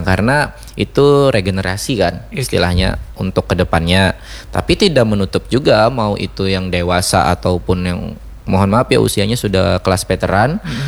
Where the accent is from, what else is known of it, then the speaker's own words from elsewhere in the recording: Banjarmasin, South Kalimantan, Indonesia; kita orang Banjarmasin, kita orang Banjar